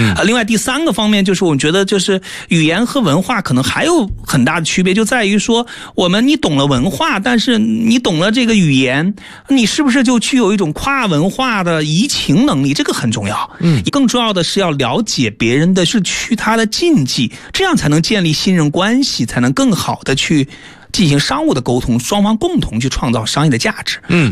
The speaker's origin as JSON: {"language": "Chinese", "country": "China", "said": "我们中国人"}